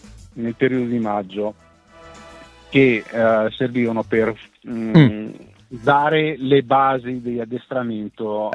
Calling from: Vimercate, Lombardy, Italy; del mio paese, che è di Vimercate.

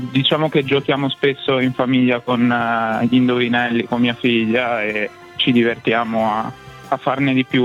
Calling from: Liguria, Italy; Dalla provincia di Savona

